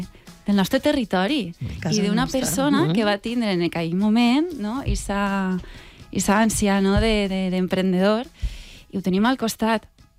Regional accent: Alcoi, Valencian Community, Spain; Jo com a alcoiana, per exemple, vaig a dir-vos un exemple, la Torre de les Maçanes, al costat d'Alcoi.

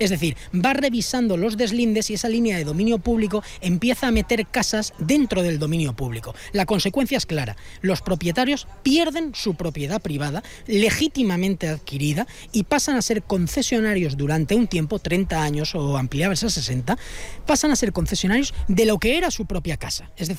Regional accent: Spain; Por lo tanto, vamos a perder, como españoles, vamos a perder mucho dinero

